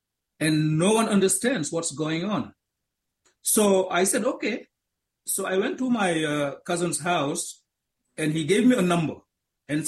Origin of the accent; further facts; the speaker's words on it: Senegal; English is a second language; moved away as an adult; I'm originally from Senegal, West Africa, a small country, now about 18 million, you know, inhabitants. So back then, I went with almost everyone else, you know, to school. I started out, you know, in my own village